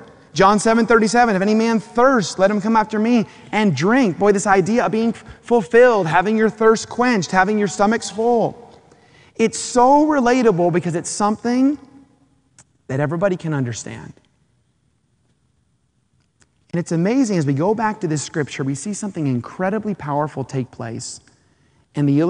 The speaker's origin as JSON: {"language": "English", "town": "Chicago", "region": "Illinois", "country": "United States", "tie": "born there", "moved": "yes", "lives_now": "California, United States", "said": "I'm originally from Chicago, so I keep my roots from Chicago. When you're born somewhere and you're diehard with your state, you love the stuff there."}